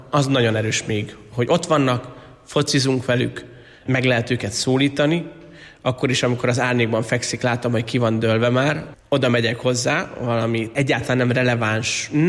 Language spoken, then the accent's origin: Hungarian; Miskolc, Borsod-Abaúj-Zemplén, Hungary; miskolciként Avason éltünk a szüleimmel, ott az egyházközségen belül nekünk ez egy fontos élmény volt, hogy görögkatolikus egyházhoz tartozunk